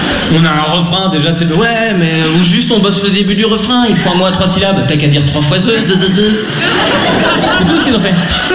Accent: Lausanne, Vaud, Switzerland

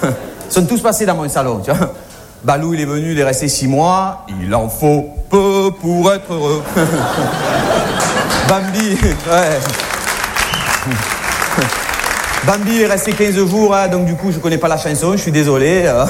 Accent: France; on leur a dit, oui, on va vous faire la cuisine, on est français, vous inquiétez pas, laissez-nous faire

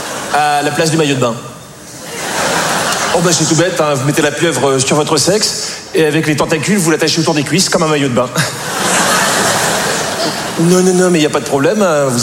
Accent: France; Mais je suis français.

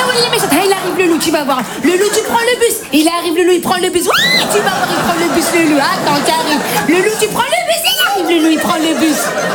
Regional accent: Belgium; Enfin voilà, je viens de Belgique. Je suis d'origine maghrébine.

